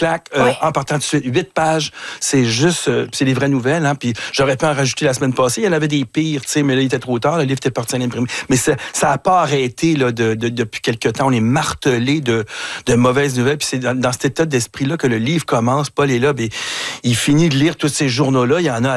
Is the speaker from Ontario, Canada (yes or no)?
no; Montreal, Quebec, Canada; born or raised there